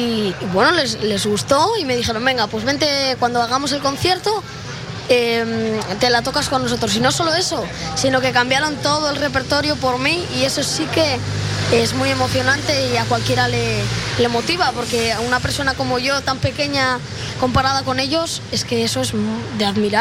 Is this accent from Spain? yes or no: yes; Cantabria, Spain; De la Joyanca, de Campo.